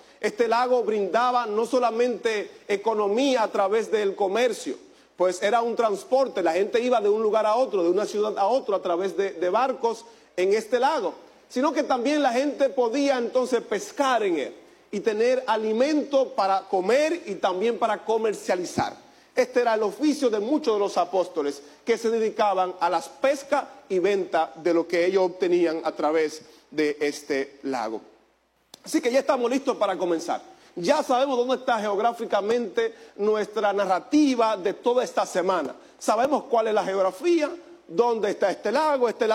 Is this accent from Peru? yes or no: no; Cibao, Dominican Republic; moved away; En mi ciudad, o donde yo vengo, de República Dominicana, yo soy del Cibao, que es la mejor parte de República Dominicana